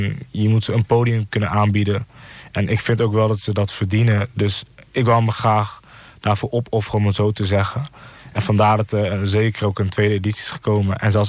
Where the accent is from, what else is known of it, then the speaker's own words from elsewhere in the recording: Apeldoorn, Gelderland, Netherlands; also born or lived in Zwolle; 23 jaar oud. Geboren in het Isale ziekenhuis in Zwolle, maar echt opgegroeid hier in Apeldoorn.